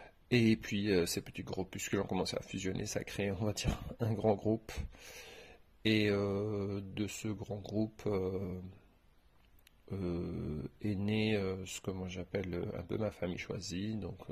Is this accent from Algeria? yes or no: yes; Algeria; j'ai 40 ans et je vis en Algérie. Je m'identifie comme homosexuel ou gay. J'ai vécu toute ma vie ici.